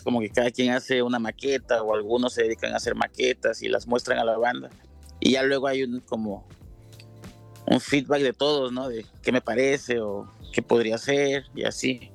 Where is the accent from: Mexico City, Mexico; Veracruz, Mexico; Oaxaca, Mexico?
Veracruz, Mexico; Chinameca; yo soy de Chinameca, que es un pueblo que colinda con Cosoleacaque.